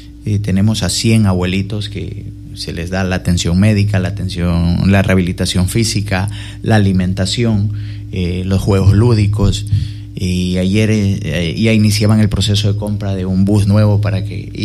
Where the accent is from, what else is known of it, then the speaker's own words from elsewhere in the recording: Ecuador; Yo soy de Manguila. Yo soy de ese sector.